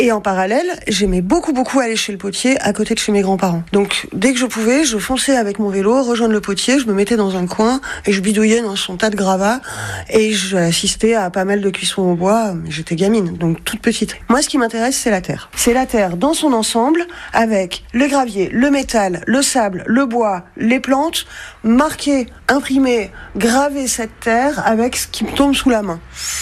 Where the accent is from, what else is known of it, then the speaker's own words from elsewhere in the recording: Lyon, Auvergne-Rhône-Alpes, France; J'ai grandi à Lyon, mais j'ai passé beaucoup de temps en Normandie, beaucoup de temps à Lille et beaucoup de temps à Belle-Île, en mer.